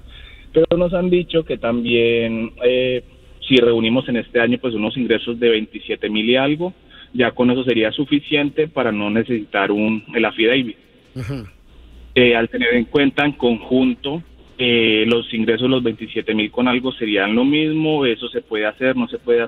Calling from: Passaic, New Jersey, United States; Yo en Passaic.

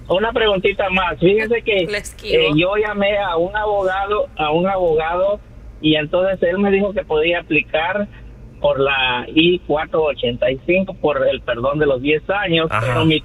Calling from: Stamford, Connecticut, United States; Yo vivo en Stamford, Connecticut.

